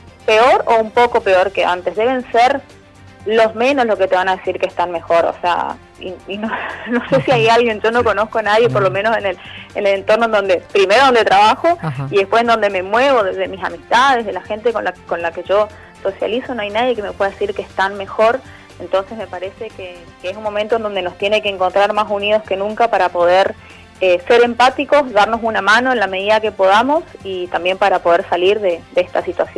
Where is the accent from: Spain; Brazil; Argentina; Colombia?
Argentina; como somos los argentinos resilientes y también vamos a poder salir de esta situación como ya nos ha pasado en el 2001